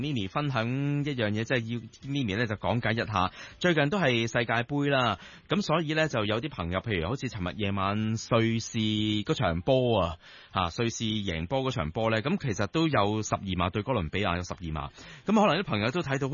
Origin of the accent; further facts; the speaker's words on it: China; 會唔會有啲我哋中國人成日講就定經茶啦